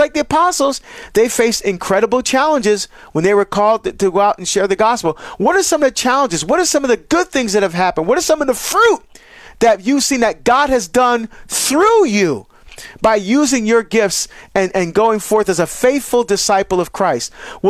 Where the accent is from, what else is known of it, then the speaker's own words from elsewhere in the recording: New Jersey, United States; want to get back to Jersey, to my home state, to be able to speak at this event for law enforcement.